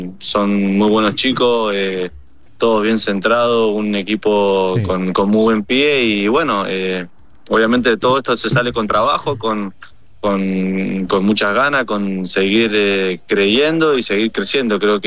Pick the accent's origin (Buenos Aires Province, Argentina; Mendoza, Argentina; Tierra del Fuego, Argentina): Mendoza, Argentina; Yo soy mendocino